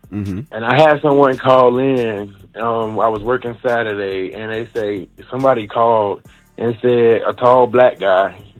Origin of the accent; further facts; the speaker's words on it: Charlotte, North Carolina, United States; from Charlotte.